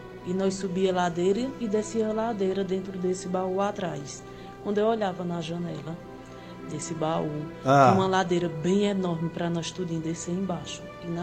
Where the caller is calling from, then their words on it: Toritama, Pernambuco, Brazil; Eu sou de Toritama, Pernambuco.